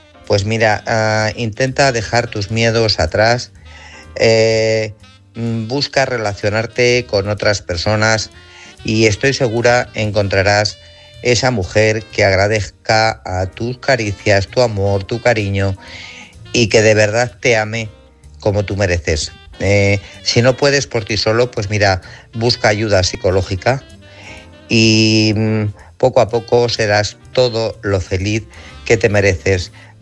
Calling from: Guadalajara, Castilla-La Mancha, Spain; de Guadalajara

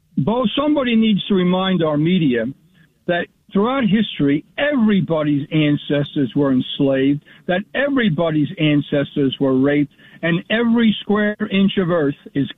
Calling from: Lodi, New Jersey, United States; Actually, Paul, I'm calling in from Lodi, New Jersey, which is near Hackensack.

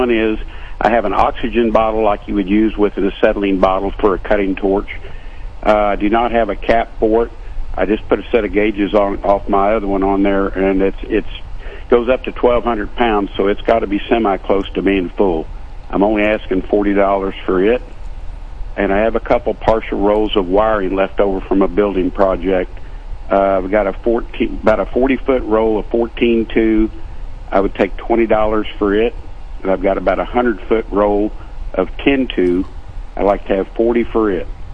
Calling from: Boonville, Missouri, United States; Just calling from the Boonville area.

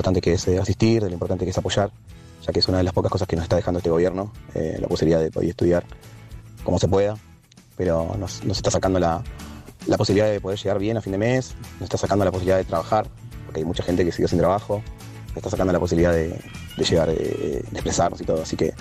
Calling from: Monte Grande, Buenos Aires Province, Argentina; de Monte Grande

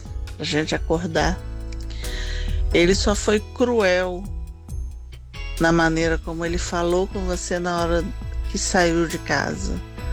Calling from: Campos dos Goytacazes, Rio de Janeiro, Brazil; eu falo de Campos do Goytacazes.

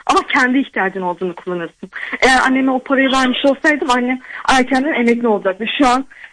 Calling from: Düzce, Turkey; Düzce'den arıyorum

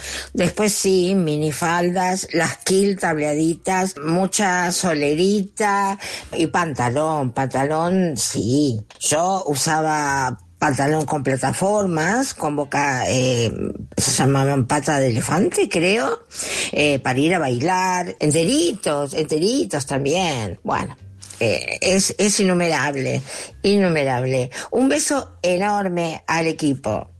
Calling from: Belgrano, Buenos Aires, Argentina; de Belgrano.

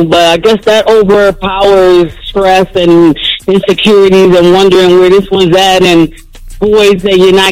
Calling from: Newburgh, New York, United States; I'm calling from Newburgh, New York.

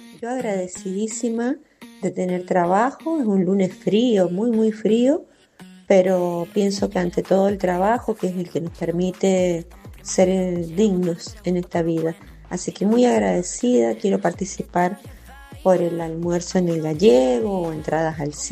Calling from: Luján, Buenos Aires Province, Argentina; soy de Luján.

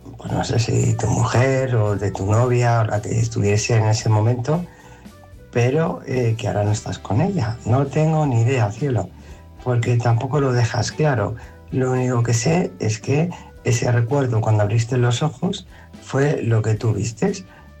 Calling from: Madrid, Community of Madrid, Spain; de Madrid.

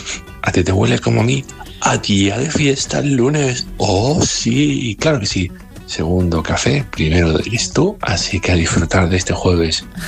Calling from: Alcorcón, Community of Madrid, Spain; de Alcorcón.

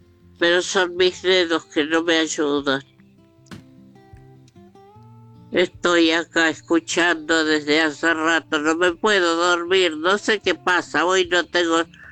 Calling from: Casanova, Buenos Aires Province, Argentina

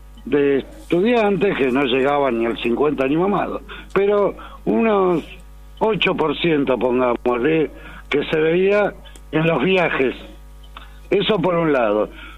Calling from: Córdoba, Argentina; como cordobés

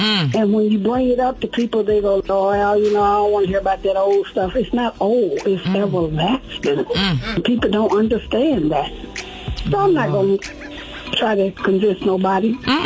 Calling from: Columbus, Ohio, United States; I'm calling from Columbus, Ohio.

